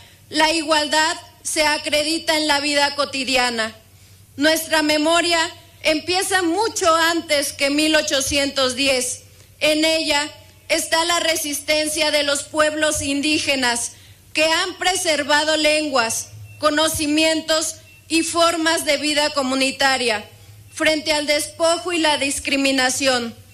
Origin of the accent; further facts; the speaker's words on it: Mexico; Como mujer mexicana, quiero reconocer de manera especial a las mujeres que hicieron posible nuestra libertad.